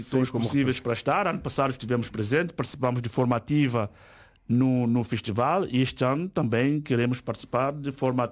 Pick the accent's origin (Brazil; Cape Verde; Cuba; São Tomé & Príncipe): São Tomé & Príncipe; now in Azores, Portugal; como sou de São Tomé e Príncipe